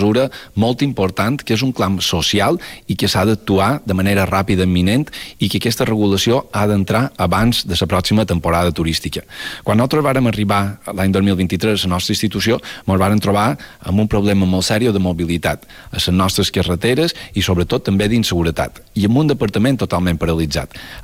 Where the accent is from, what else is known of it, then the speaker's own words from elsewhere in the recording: Mallorca, Balearic Islands, Spain; nosaltres, com a mallorquins